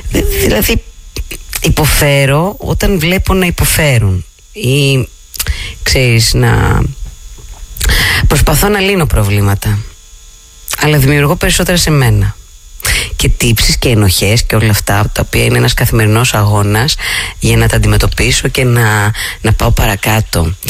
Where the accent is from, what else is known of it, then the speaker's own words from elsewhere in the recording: Pitsi, Central Greece, Greece; Απέναντι από το δικό μου το χωριό, το γνωστό και ξεκουστό με τα 30 σπίτια, το Πίτσι, το χωριό μου, εντάξει, νομός Θεότιδας